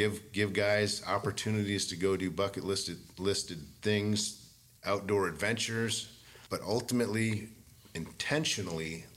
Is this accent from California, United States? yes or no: no; Texas, United States; He looks at me and asks, well, where are you guys from? And I said, oh, Central Texas.